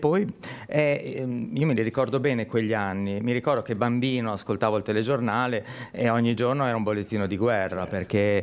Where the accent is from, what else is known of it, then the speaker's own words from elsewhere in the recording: Chiavari, Liguria, Italy; moved away; Sono chiavarese.